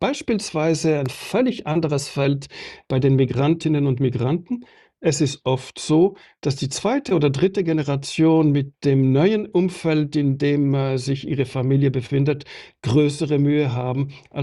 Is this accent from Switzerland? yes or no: yes; Switzerland; Ich bin Schweizer